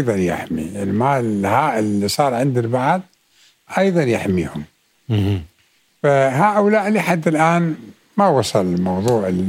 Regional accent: Iraq; now in Moscow, Russia

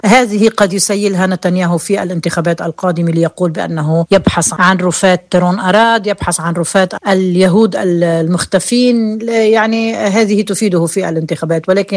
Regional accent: Lebanon; لبنان شأن أبينا كلبنانيين، نحن جزء من مشروع إقليمي كبير

